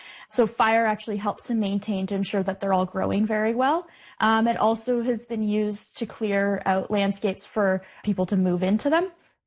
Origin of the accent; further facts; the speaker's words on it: Ontario, Canada; I grew up on Georgian Bay